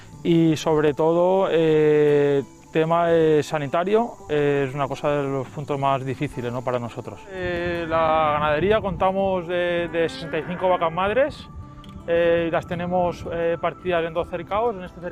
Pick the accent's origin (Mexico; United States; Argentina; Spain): Spain; Bocairent, Valencian Community